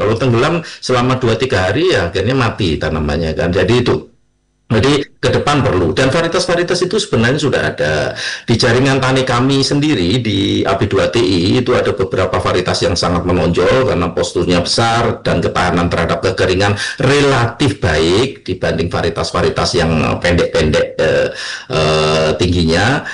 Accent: Blora, Central Java, Indonesia; Karena saya berasal dari Blora, Bu Puji. Saya ingat betul ketika musim kemarau, ya pasti harus nyari air lah. Harus berjalan, kadang-kadang berjalan 1-2 kilo untuk nyari air kan, karena Blora wilayah kering.

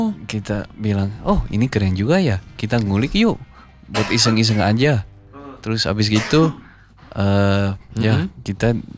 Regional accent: Netherlands; Jadi saya lahir di Belanda, gedenya juga di sana, tapi di rumah bahasa Indonesia.

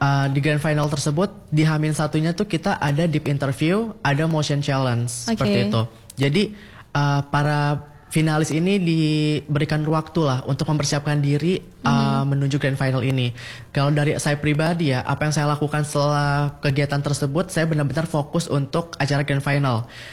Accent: Banten, Indonesia; kita sebagai Putra Banten

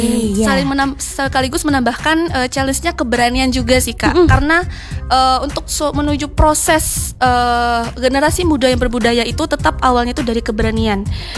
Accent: Bangka Belitung Islands, Indonesia; drama Hikayat Desa Senyubuk. Jadi asal-usul desa saya.

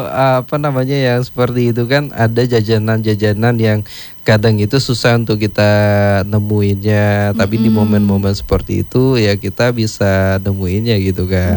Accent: Sintang, West Kalimantan, Indonesia; Memang pengandeng andal ya kata kita orang Sintang ya.

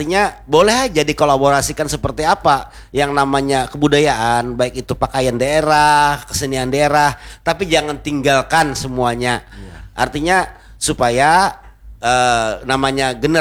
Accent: Banjar, South Kalimantan, Indonesia; kita hidup di Banjar bahkan kita lahir di Banjar keturunannya penuh orang Banjar

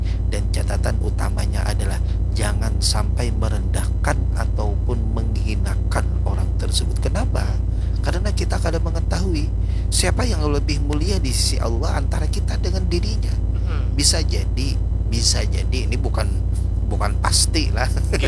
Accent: South Kalimantan, Indonesia; accent: Banjar; langsung menjawab bahasa kita Banjar tuh

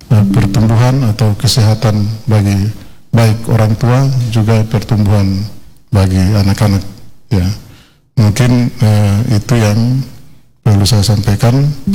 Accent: Papua, Indonesia; kita orang Papua

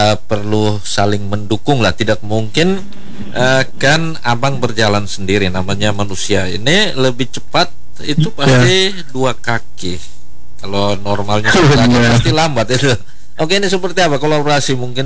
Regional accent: East Nusa Tenggara, Indonesia; orang kita, orang NTT

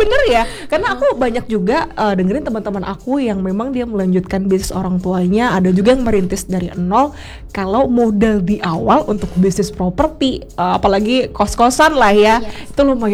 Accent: Bali, Indonesia; kita orang Bali

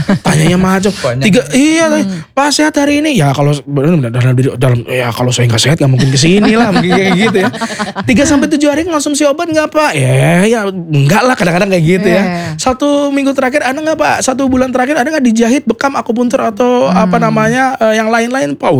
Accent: Banyumas, Central Java, Indonesia; walaupun saya tidak lahir di Banyumas, tapi saya besar di Banyumas dan saya bangga jadi orang Banyumas.

